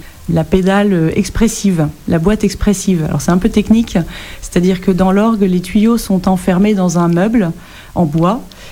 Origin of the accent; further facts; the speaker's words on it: Normandy, France; Je suis originaire de Normandie.